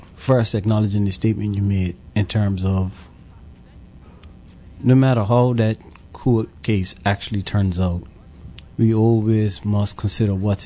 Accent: Pembroke, Bermuda; And so growing up in Pembroke, you then associate yourself with the community associations and the community clubs in Pembroke.

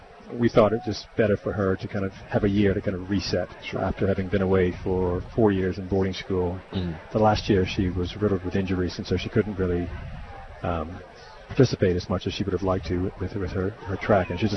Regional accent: Bermuda; Especially when I'm from Cooks Hill, so.

